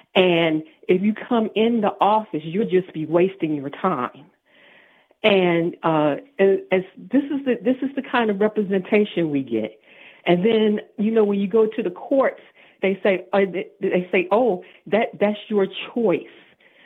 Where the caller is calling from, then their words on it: Baltimore, Maryland, United States; in Baltimore.